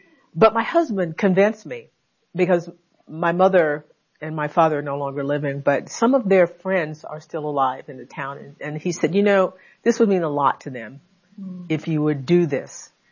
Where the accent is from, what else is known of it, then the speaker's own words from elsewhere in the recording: Conroe, Texas, United States; In that Gordon Reed Elementary School in my hometown. Yes. In Conroe, Texas. Yeah, Conroe, Texas.